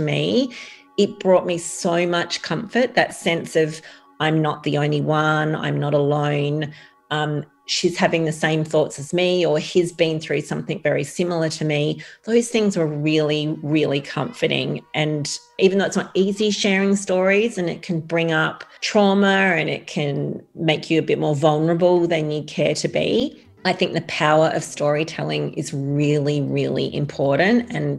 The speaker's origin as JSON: {"language": "English", "town": "Adelaide", "region": "South Australia", "country": "Australia", "tie": "born or raised there", "said": "I grew up in Adelaide's southern suburbs. It was a small hills community."}